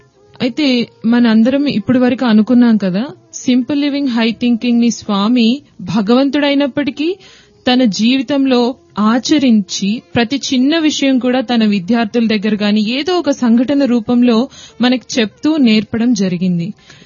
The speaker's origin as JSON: {"language": "Telugu", "region": "Andhra Pradesh", "country": "India", "said": "నేను అనంతపురం జిల్లా నుంచి వచ్చాను."}